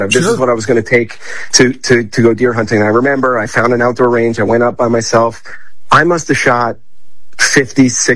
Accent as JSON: {"language": "English", "region": "Pennsylvania", "country": "United States", "tie": "born or raised there", "said": "I grew up in Pennsylvania, right outside of Philadelphia, and I grew up in a very suburban area, so not like we were going out back and hunting."}